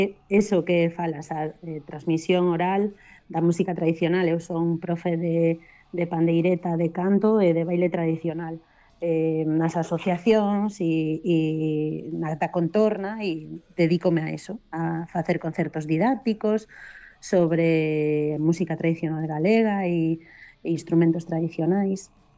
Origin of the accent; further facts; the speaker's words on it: Santiago de Compostela, Galicia, Spain; now in Redondela, Spain; aquí onde vivo agora en Redondela, porque eu son de Compostela, pero fai 19 anos que estou vivindo en Redondela